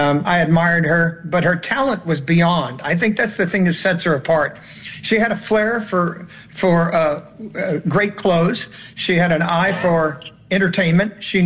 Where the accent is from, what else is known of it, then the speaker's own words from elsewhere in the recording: California, United States; I came from Sharecropper Farm in California